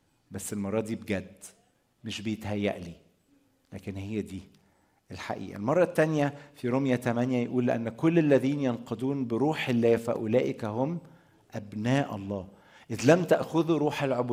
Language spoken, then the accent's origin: Arabic; Egypt